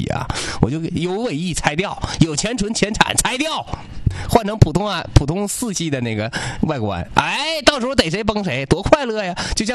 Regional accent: Liaoyuan, Jilin, China; 我老家在辽源，然后大概距离是睡觉上下高速的距离大概120公里。

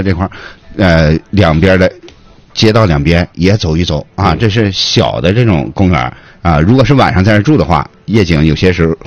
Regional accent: Inner Mongolia, China; now in Changchun, China; 我来自于内蒙

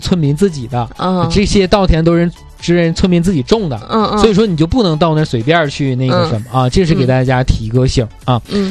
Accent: Northeast China, China; 作为北方人，就作为东北人，

